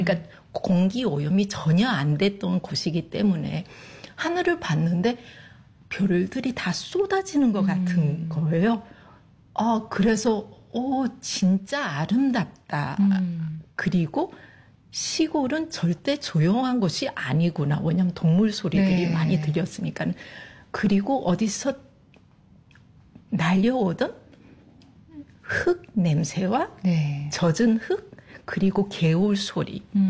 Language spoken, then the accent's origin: Korean; Paraguay; also born or lived in South Korea; now in Australia; 저는 한국에서 태어나고 남미 파라과이에서 자랐으며 그리고 인생의 한 40%를 호주에서 지내고 있는 그리고 커튼 대학교에서 한국학을 가르치고 있는